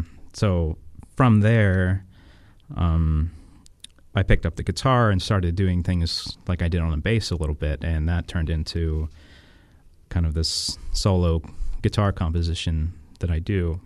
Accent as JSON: {"language": "English", "town": "Clymer", "region": "Pennsylvania", "country": "United States", "tie": "born or raised there", "also_born_or_lived": "Indiana, Pennsylvania / Washington, Pennsylvania", "lives_now": "Pittsburgh, United States", "said": "Well, I'm originally from Indiana, Pennsylvania, home of IUP. Grew up in a little town called Clymer, and from there moved to Washington, Pennsylvania. Now I live in Pittsburgh."}